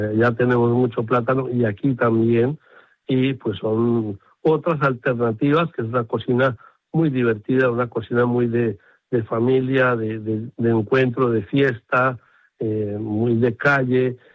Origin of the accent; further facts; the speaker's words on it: Colombia; now in Santa Cruz de Tenerife, Spain; Hay un origen que es indiscutible, Colombia, y a mí me gusta hacer un guiño a mi tierra